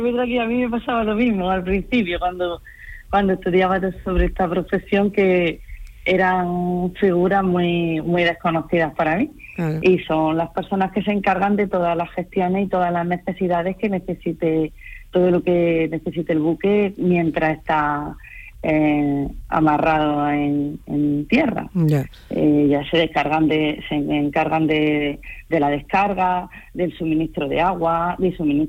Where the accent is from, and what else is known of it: Linares, Andalusia, Spain; now in Almería, Spain